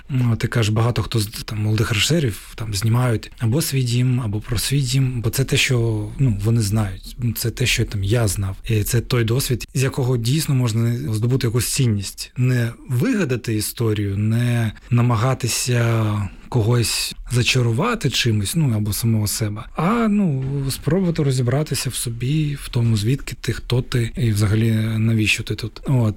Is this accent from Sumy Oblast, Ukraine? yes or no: no; Crimea, Ukraine; moved away; не те, що заперечую Україну як батьківщину, це моя дійсно батьківщина, це моя велика батьківщина, але моя мала батьківщина, саме те, що мало би відображати мене, це є Крим